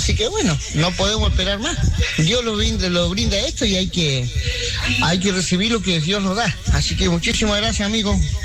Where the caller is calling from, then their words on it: Viedma, Río Negro, Argentina; Desde Río Negro, Viedma